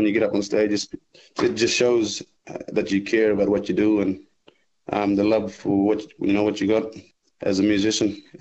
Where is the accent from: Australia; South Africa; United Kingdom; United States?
Australia; Fitzroy, Western Australia; Growing up in Fitzroy, listening to legends such as … they played a big role in my life with music.